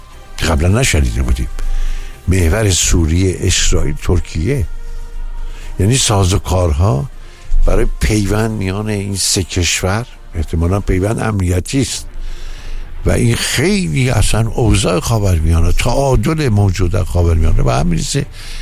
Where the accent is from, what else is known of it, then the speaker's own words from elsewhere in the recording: Iran; ما که ایرانی هستیم و خوب ایران رو میشناسیم،